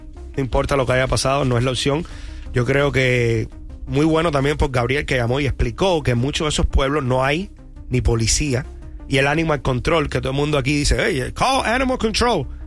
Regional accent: Cuba; moved away; yo tampoco estoy de acuerdo como cubano

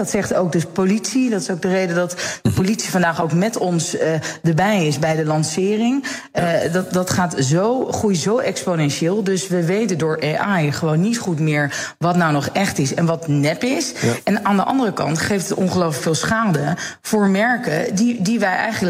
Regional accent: Netherlands; wij als Nederlanders

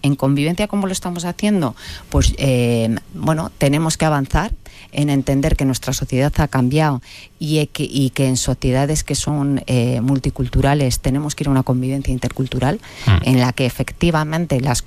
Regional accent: Navarre, Spain

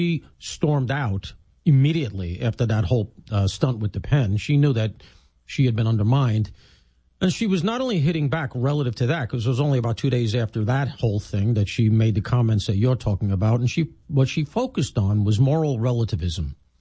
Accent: New York, United States; But as a New Yorker, as somebody who spent a lot of time down there

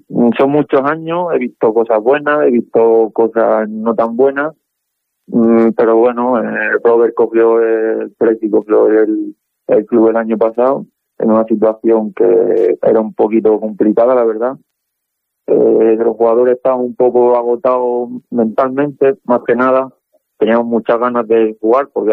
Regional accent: Talayuela, Extremadura, Spain; soy de Talayuela, de siempre, es mi pueblo.

